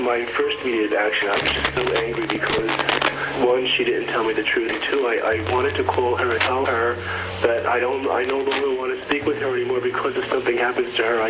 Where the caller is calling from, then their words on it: New Jersey, United States; I'm calling from New Jersey.